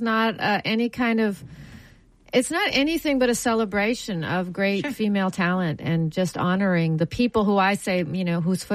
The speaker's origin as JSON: {"language": "English", "town": "Ottawa", "region": "Ontario", "country": "Canada", "tie": "born or raised there", "said": "Well, I'm from Ottawa, Canada. The capital of Canada. And it's a beautiful town in Ontario. Beautiful in the Ottawa Valley. It's a gorgeous area. And, that's where I grew up."}